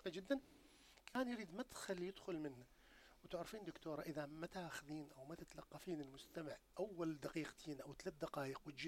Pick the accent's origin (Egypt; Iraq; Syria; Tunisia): Iraq; Baghdad, Baghdad Governorate; الى الاسلوب البغدادي، القصة البغدادية اللي محتاجينها احنا ولد بغداد